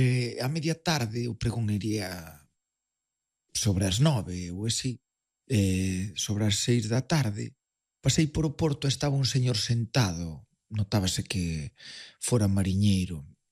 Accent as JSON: {"language": "Galician", "town": "Riós", "region": "Galicia", "country": "Spain", "said": "son do interior, son de Ríos, entre Agudiña e Verín, para situar un pouquiño e tal."}